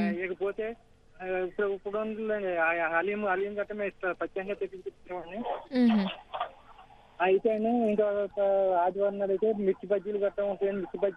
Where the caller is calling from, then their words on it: Hyderabad, Telangana, India; Jubilee hills నుంచి మాట్లాడుతున్నానండి